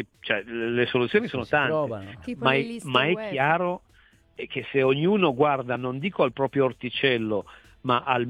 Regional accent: Turin, Piedmont, Italy; te lo dico da torinese perché l'ho vissuta in altri contesti

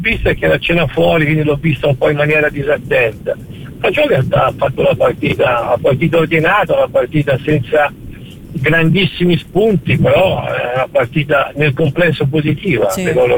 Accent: Emilia-Romagna, Italy; Anche comincio con un aneddoto, no? Che io sono emiliano.

